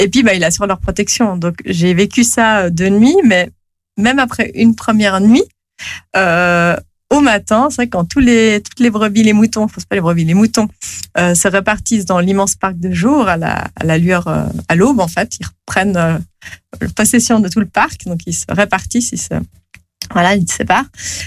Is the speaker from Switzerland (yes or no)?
yes; Geneva, Switzerland